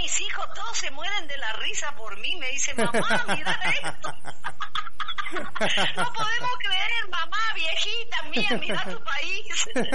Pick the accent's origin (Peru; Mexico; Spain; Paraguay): Paraguay; now in Misiones, Argentina; compatriotas queridos, porque nosotros estamos diseminados a lo largo y ancho, desde Posada hasta Iguazú, somos diseminados familias paraguayas, muchísimos paraguayos hay. Yo creo que somos como 1 millón de personas somos acá en Misiones